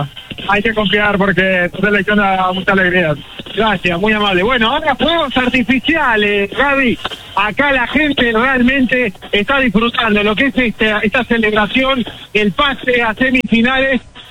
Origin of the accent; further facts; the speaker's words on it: Colombia; now in Argentina; No, la verdad que difícil, pero yo soy de Colombia, pensé que iba a ser lo mismo que con Colombia